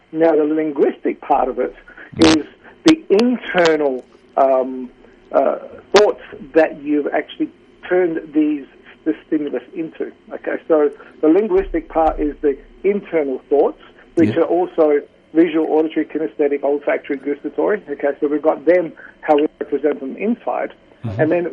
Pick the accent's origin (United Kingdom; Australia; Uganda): Australia; Adelaide, South Australia; I've born and bred in Adelaide. My parents were from southern Italy, so they were migrants. And so I was born in adopted into an Italian family.